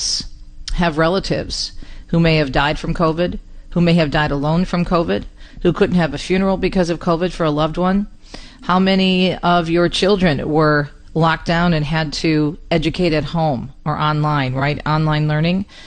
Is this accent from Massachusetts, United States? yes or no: no; Michigan, United States; about Catholic charities suing my home state of Michigan and for very good reason.